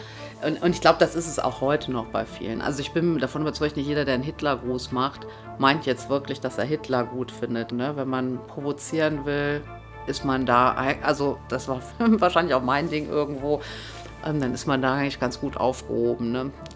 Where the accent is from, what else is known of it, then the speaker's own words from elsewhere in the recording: Wesel, North Rhine-Westphalia, Germany; born there; 47 Jahre alt, Mutter von 2 Kindern. Meine Kinder sind 10 und 12 Jahre alt und ich komme ursprünglich vom Niederrhein. Ich bin in Wesel geboren worden